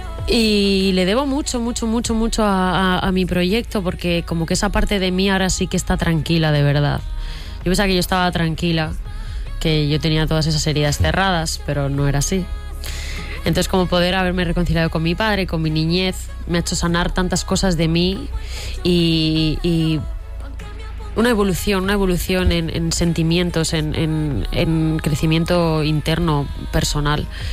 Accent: Zaragoza, Aragon, Spain; born there

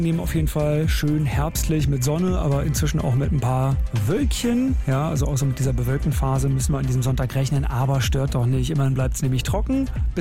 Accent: Berlin, Germany; Ich bin ja als Berliner voller Liebe, jetzt wo wir die 030 haben, ja, als Vorwahl.

